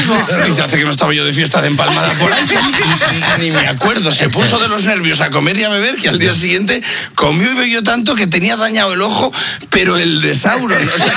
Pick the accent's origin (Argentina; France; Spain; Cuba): Spain